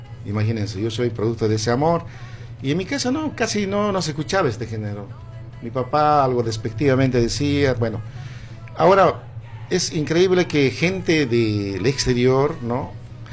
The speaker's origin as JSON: {"language": "Spanish", "region": "Cochabamba", "country": "Bolivia", "said": "yo soy cochabambino, pero no como llajua."}